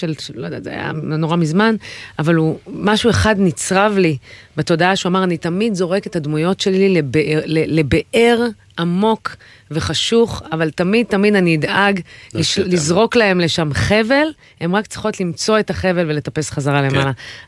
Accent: Petah Tikva, Central District, Israel; אצלנו בפתח תקווה יש כוכב.

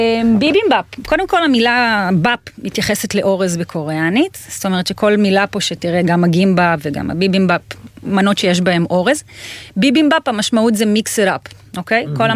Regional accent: Petah Tikva, Central District, Israel; אני פתח תקוואי דור שלישי

